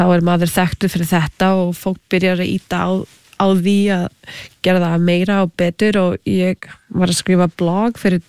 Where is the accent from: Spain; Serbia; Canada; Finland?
Canada; Icelandic is a second language; also born or lived in United States / Australia; ég ólst upp í Kanada með halv indverskri móðir frá Suður Ameríku svo ég var þegar alþjóðlegt barn og með nokkuð tungumál sem ég gat notað